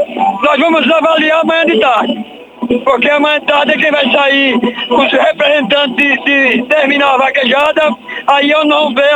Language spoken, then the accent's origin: Portuguese; Pedra Mole, Sergipe, Brazil; nós somos de Pedra Mole e todos conhecem Pedra Mole, que é pequena.